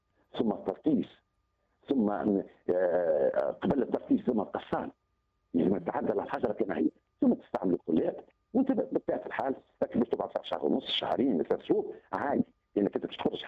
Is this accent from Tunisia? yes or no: yes; Tunisia; أنا كفنان تونسي ثاني مش خلي بصماتي كتونسي اللي عايش في القرن هذا